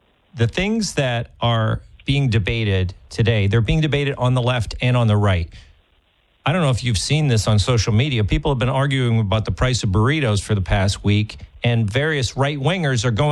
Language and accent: English; Massachusetts, United States; in my home state of Massachusetts, one of the bluest states around